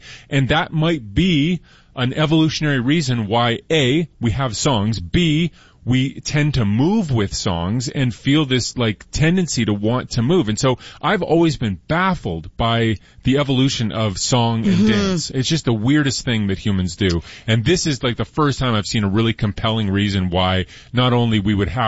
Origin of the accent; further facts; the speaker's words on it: Edmonton, Alberta, Canada; I'm from Edmonton